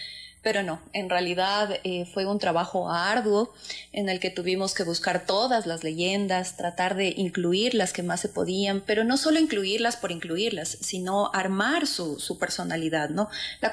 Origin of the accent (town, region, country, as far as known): Ecuador